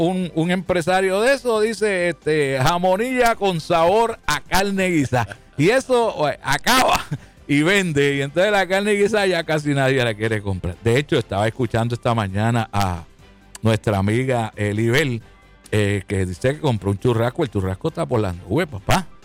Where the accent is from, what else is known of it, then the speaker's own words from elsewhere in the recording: Puerto Rico; Pues así es que somos los boricuas.